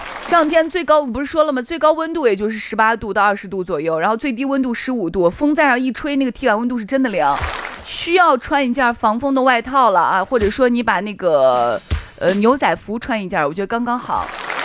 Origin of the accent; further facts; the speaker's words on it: Shaanxi, China; 我们陕西话叫蛤蟆陵，